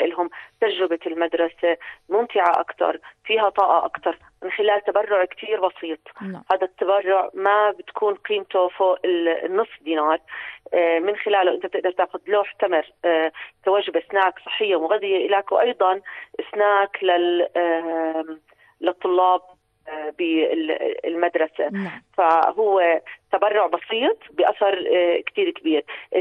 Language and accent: Arabic; Jordan; إحنا كلنا كمواطنين كأردنيين